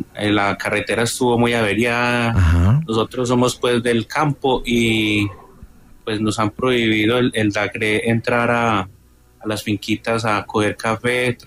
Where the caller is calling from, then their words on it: Risaralda, Colombia; Estamos aquí en la vereda Miramar.